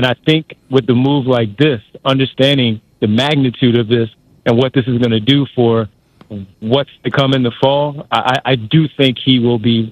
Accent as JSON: {"language": "English", "town": "Philadelphia", "region": "Pennsylvania", "country": "United States", "said": "even though I'm a Philadelphian."}